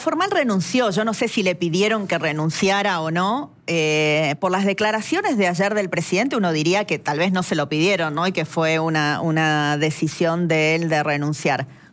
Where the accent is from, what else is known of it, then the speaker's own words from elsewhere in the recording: Argentina; nos trajo alivio como argentinos.